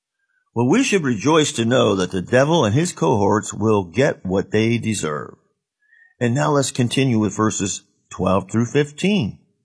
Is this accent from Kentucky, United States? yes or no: no; Ohio, United States; I grew up near the Tuscarawas River, and it's hard to imagine a water source that is not polluted.